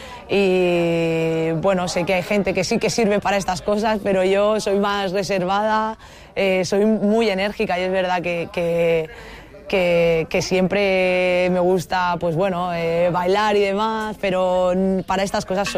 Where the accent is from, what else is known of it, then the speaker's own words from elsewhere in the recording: Balearic Islands, Spain; somos cuatro mallorquinas